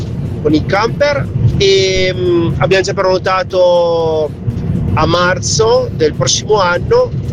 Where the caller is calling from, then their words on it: Cuneo, Piedmont, Italy; da Cuneo.